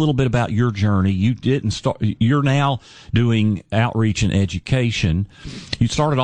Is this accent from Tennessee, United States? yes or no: yes; Tennessee, United States; And I grew up in Tennessee, East Tennessee. I graduated high school in 1987.